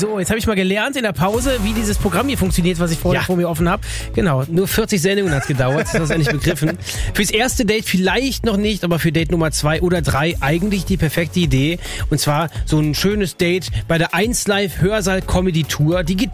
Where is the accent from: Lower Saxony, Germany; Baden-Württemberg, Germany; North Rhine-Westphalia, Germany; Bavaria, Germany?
North Rhine-Westphalia, Germany; Düsseldorf; Wir kommen aus Düsseldorf, wir kennen das so ein bisschen, aber wir sind auch im Ruhrgebiet unterwegs.